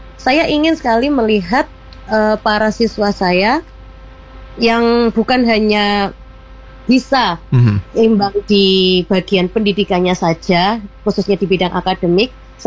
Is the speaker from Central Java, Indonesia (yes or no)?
no; East Java, Indonesia; Misal nih seperti daerah saya khususnya di Jawa Timur memiliki pakem yang khususnya di gagahan.